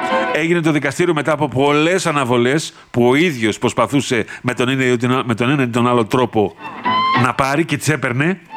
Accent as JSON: {"language": "Greek", "country": "Greece"}